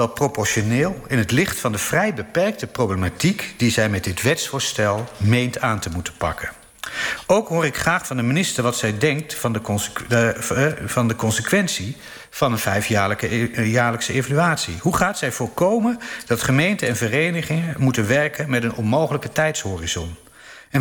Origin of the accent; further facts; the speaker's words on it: Gelderland, Netherlands; Ik ben opgegroeid in de Achterhoek, waar het verenigingsleven het cement is van elk dorp.